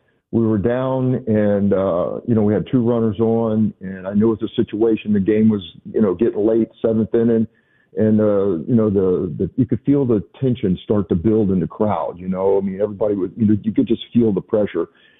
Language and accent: English; Florida, United States; Florida. You know, I grew up in Florida.